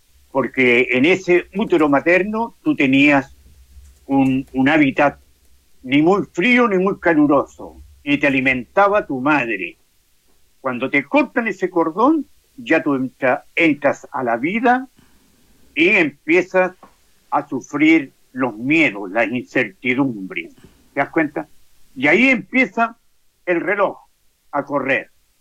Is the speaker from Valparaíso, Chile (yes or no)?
yes; Valparaíso, Chile; born there; yo nací en el Cerro Barón, no en el Cerro Santinés.